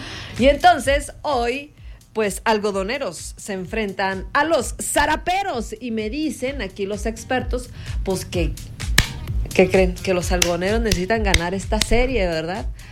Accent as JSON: {"language": "Spanish", "region": "Comarca Lagunera", "country": "Mexico", "said": "nosotros, laguneros"}